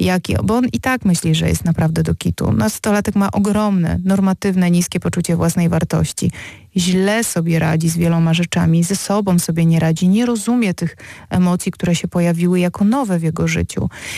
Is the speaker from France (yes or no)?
no; mountains, Poland; Ja zresztą pochodzę z gór, więc tam było jeszcze zimniej.